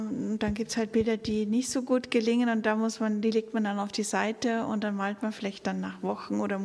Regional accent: Upper Austria, Austria; born there; now in Salzburg, Austria; Also ich bin nicht in Salzburg geboren, sondern in Oberösterreich. Aber ich lebe schon seit 30 Jahren.

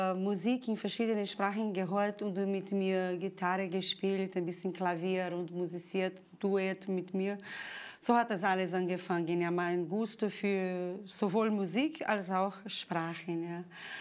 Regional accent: Brazil; moved away; ich als Brasilianerin

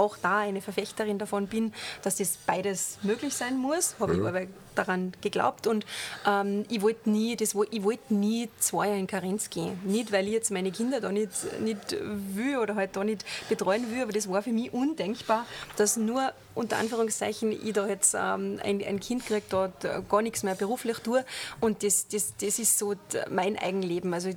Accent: Austria; Aber was dann denn wir als Österreicher lohnen, also diese europäische Idee

